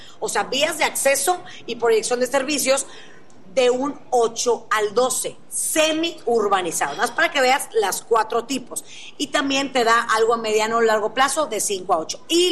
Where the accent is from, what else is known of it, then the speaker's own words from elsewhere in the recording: Monterrey, Nuevo León, Mexico; Tú sabes que yo soy regia y ese capital inteligente